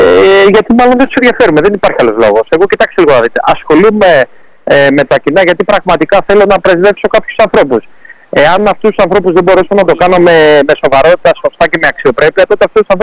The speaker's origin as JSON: {"language": "Greek", "region": "Peloponnese", "country": "Greece", "said": "Η καταγωγή μου είναι από την Αρκαδία, από την Πισαρέα."}